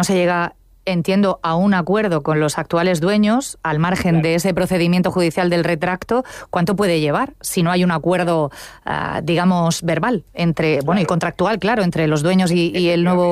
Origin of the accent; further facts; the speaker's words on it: Cartagena, Region of Murcia, Spain; Esto va a ser duro, ¿no?, para todos los que somos cartageneros